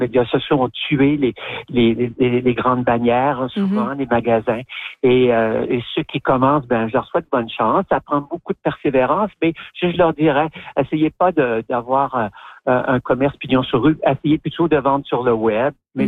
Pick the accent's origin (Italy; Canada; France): Canada; Quebec; moved away as an adult; Je suis née à Allemagne-Lac-Saint-Jean et que j'y ai vécu jusqu'à l'âge de 19 ans, 20 ans à peu près. Ça fait plus que 45 ans que je suis partie de la région.